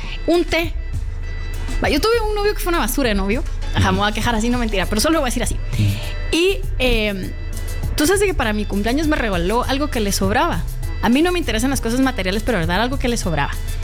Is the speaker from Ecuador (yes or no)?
no; Guatemala; Entonces ya fijo, sí soy chapín.